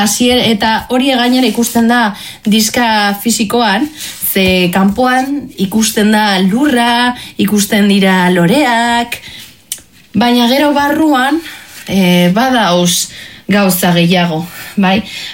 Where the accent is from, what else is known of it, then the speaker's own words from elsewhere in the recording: Bilbao, Basque Country, Spain; ni bilbotarra naiz